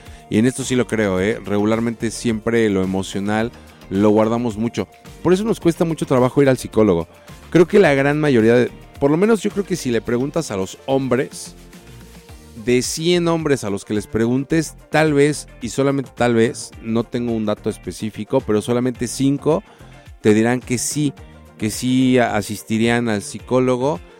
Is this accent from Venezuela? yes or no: no; Mexico; como mexicanos nunca vamos a dejar de comer tacos.